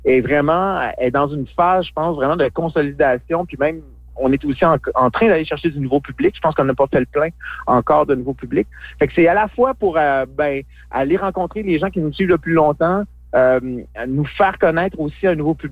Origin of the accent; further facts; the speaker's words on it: Saguenay, Quebec, Canada; moved away; je viens du Saguenay, puis j'ai étudié là longtemps.